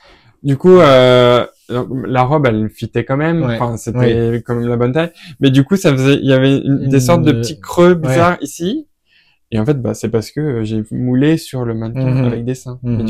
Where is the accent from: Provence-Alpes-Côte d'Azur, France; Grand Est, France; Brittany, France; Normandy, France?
Normandy, France; Rouen; moved away; Moi, je viens de Rouen